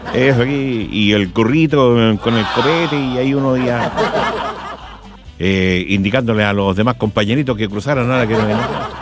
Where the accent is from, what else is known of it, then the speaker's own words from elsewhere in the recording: Chile; ¿Somos o no somos buenos los chilenos como peatones?